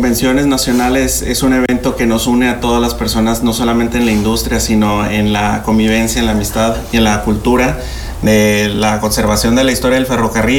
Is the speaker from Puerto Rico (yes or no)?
no; Tijuana, Baja California, Mexico; Yo soy de Tijuana.